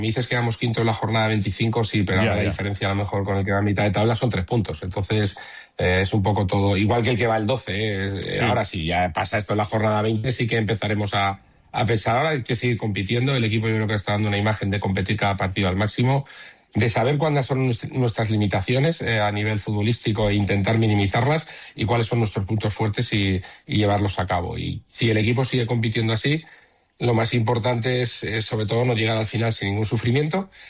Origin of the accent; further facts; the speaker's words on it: Altea, Valencian Community, Spain; he estado en mi pueblo, que mi hija era la reina de las fiestas.